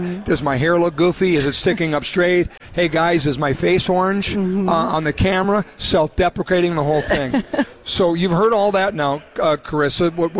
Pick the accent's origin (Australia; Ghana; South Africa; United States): United States; North Dakota; finds out I'm from North Dakota.